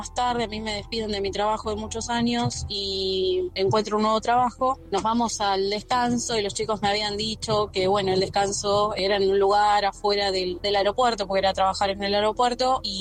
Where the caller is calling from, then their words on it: Martínez, Buenos Aires Province, Argentina; soy de Martínez.